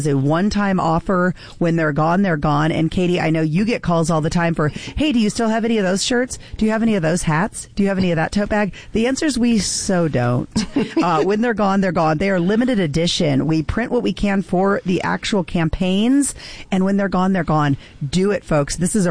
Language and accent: English; Missouri, United States; moved away; I'm from Missouri originally, and I heard all this stuff about the maps in Missouri. I don't live there right now